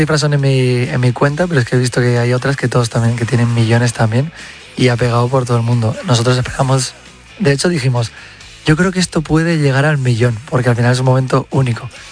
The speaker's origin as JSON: {"language": "Spanish", "town": "Móstoles", "region": "Community of Madrid", "country": "Spain", "tie": "born or raised there", "said": "yo soy de Móstoles y enfrente de mi casa había un polideportivo"}